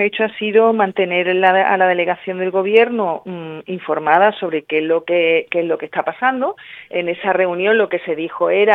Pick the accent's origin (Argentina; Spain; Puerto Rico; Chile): Spain; Ceuta; un parking exclusivo para las mercancías de Ceuta, porque somos españoles.